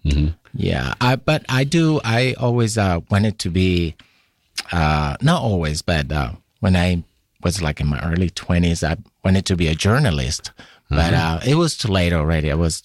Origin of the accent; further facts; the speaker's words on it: Dominican Republic; And of course, myself … I'm from the Dominican Republic also.